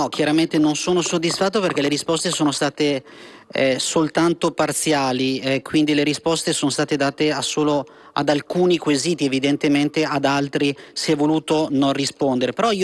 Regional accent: Lombardy, Italy; io ad esempio sono lombardo

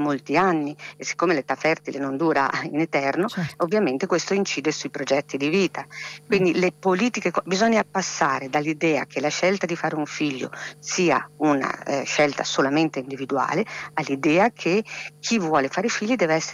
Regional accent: Emilia-Romagna, Italy; ma faccio quell'esempio perché sono dell'Emilia Romagna

